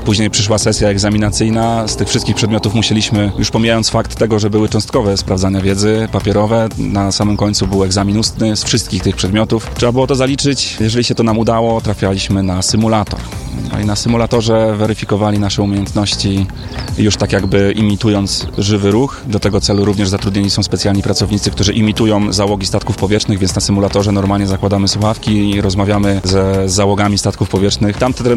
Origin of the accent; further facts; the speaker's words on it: Poznań, Greater Poland Voivodeship, Poland; Mi się udało dostać na lotnisko w Poznaniu, gdzie ja jestem poznaniakiem, więc z tego tytułu byłem bardzo zadowolony.